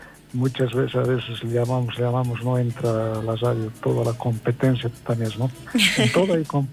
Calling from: Oruro, Bolivia; aquí nosotros aquí humildemente vivimos en nuestro Oruro, en La Llanta

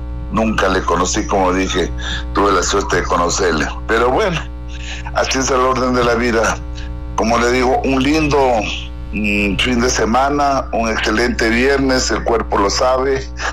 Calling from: Latacunga, Cotopaxi, Ecuador; yo vivo al nororiente de la Tacunga

